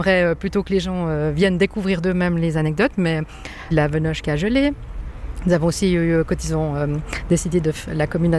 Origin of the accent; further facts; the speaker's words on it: Prévrange, France; born there; Alors moi, je suis née à Prévrange, donc c'est vrai que c'est un village qui me tient à cœur.